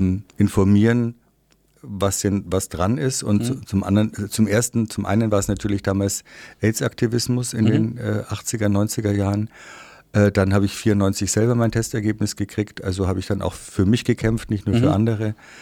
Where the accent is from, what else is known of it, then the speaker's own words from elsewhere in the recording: Bavaria, Germany; Ich komme aus der Oberpfalz, das habe ich schon erzählt.